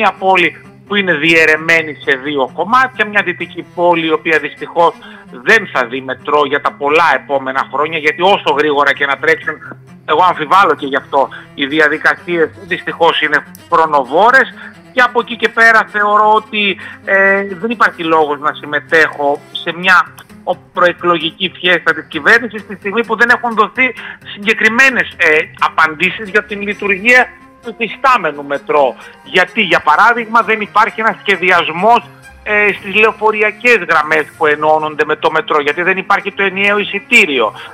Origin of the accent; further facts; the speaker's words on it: Thessaloniki, Central Macedonia, Greece; θα είμαι στην πόλη μου. Θεωρώ ότι μπορώ να είμαι χρήσιμος για το ΠΑΣΟΚ και ότι χρειάζεται το ΠΑΣΟΚ περισσότερες φωνές στη Θεσσαλονίκη